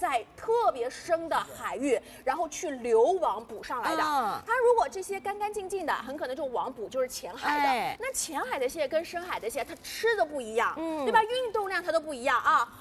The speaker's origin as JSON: {"language": "Chinese", "region": "Shanghai", "country": "China", "said": "我们上海人就很喜欢"}